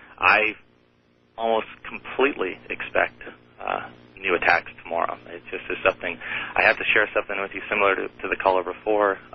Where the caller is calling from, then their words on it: Costa Mesa, California, United States; in Costa Mesa, California.